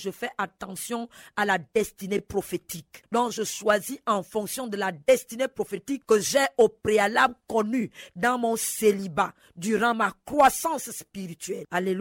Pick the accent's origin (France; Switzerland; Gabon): Gabon; now in Côte d'Ivoire; est récurrent au Gabon chez moi? On a eu cela. Tout le monde est d'accord avec moi que ça ne va pas. Je viens ici en Côte d'Ivoire, j'entends pire.